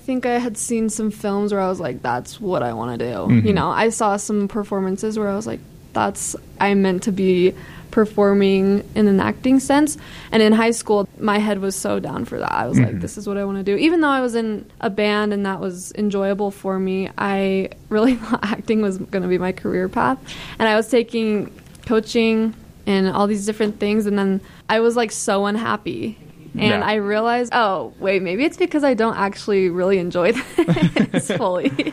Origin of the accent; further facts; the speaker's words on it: Logan, Utah, United States; So I'm from Logan, Utah. I've been playing guitar since I was about 12. Been singing about since I was 9.